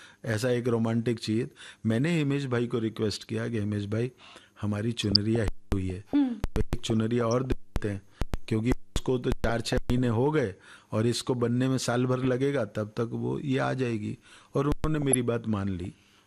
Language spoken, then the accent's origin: Hindi; Haryana, India; देखिए, ये मैं हरियाणा का रहने वाला हूँ।